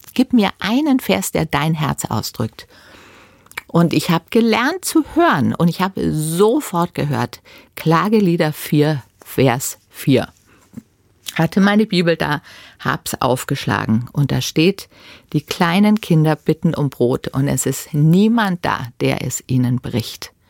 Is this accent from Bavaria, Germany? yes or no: yes; Bavaria, Germany; da hier ist dieser Schwarze in Nigeria und ich bin in Bayern aufgewachsen und wir haben ähnliche Gedanken gehabt.